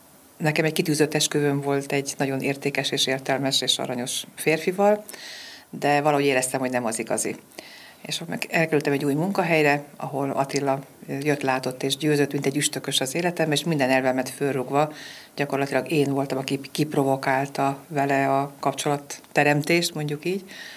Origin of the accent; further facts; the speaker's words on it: Szabolcs-Szatmár-Bereg, Hungary; now in Szeged, Hungary; én ez a katolikus alapokon nyugodva kerültem egy kis szabolcsi faluból be a nagyvárosba. Szegeden élünk egyébként